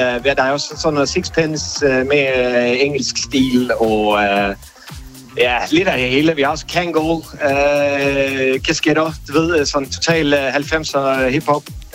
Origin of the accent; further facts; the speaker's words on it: Sweden; Danish is a second language; now in Denmark; Ja, jeg er fra Sverige.